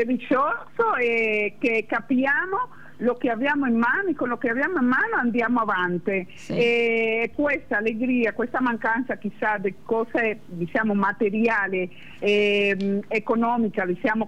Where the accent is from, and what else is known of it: Dominican Republic; Italian is a second language; moved away